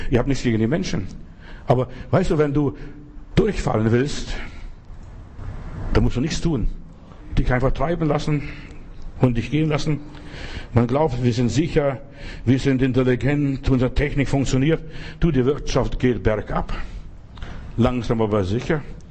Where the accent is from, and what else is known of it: Germany